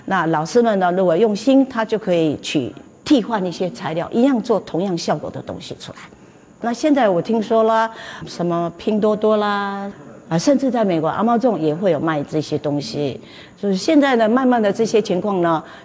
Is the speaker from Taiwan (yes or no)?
yes; Taiwan; moved away as an adult; now in San Francisco Bay Area, United States; 我出生在台湾，长在台湾，因为婚姻的关系，我住了35年在美国哈。